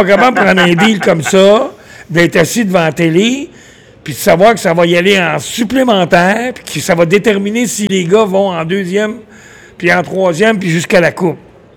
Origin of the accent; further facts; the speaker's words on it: Montreal, Quebec, Canada; Je suis né à Montréal, moi. J'étais un vrai Montréalais pur laine.